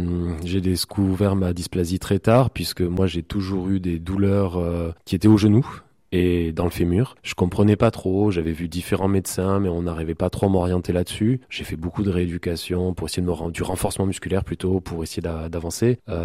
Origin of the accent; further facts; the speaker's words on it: Montpellier, Occitanie, France; J'ai commencé le basket à l'âge de 12 ans, ici hein, dans la région, puisque je suis natif de Montpellier.